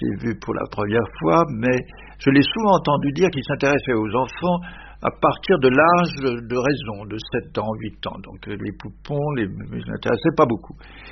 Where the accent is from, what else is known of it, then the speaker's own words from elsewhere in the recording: Lyon, Auvergne-Rhône-Alpes, France; born there; je suis né le 24 juin 1923, il y a donc très longtemps, et je suis né dans la banlieue de Lyon